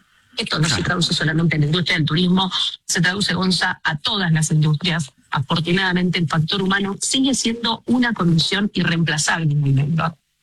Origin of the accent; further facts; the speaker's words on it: Argentina; en nuestro país, en países como la Argentina, que cuenta con recursos naturales, culturales, gastronómicos, extraordinarios realmente. Vos decís, hola, soy argentina